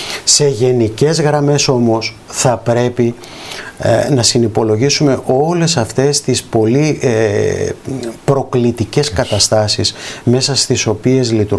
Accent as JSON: {"language": "Greek", "country": "Greece", "said": "αισθανόμαστε και ως Έλληνες"}